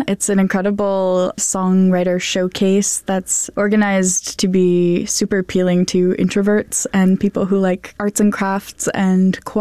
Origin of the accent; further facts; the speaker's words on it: Massachusetts, United States; moved away as an adult; I am not really from here. I grew up in Western Mass in the Berkshires